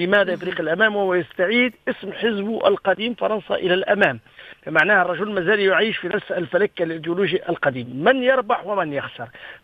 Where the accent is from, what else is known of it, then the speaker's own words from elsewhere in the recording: Tunisia; نحن كدولة تونسية